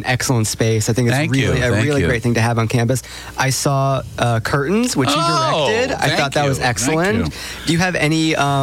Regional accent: Long Island, New York, United States; moved away; I'm from Long Island.

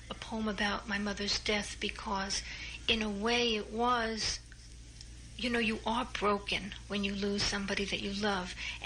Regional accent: Newark, New Jersey, United States; growing up in Newark

